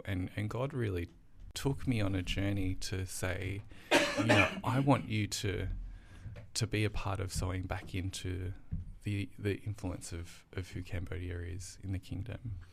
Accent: Campbelltown, New South Wales, Australia; So I was born in Fairfield Hospital down southwest. So most of my life until the age when I was in year 11 was spent in Campbelltown.

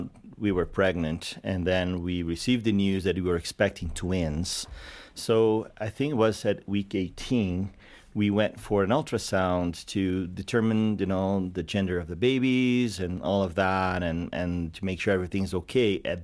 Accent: Brazil; moved away as an adult; now in Calgary, Canada; I'm originally born and raised in Brazil

